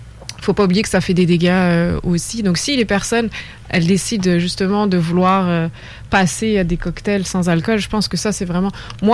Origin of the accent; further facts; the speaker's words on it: France; moved away; je viens de France